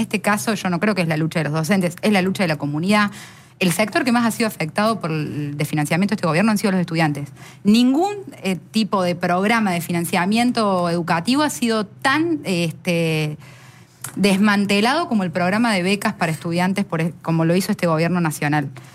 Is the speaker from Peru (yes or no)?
no; Argentina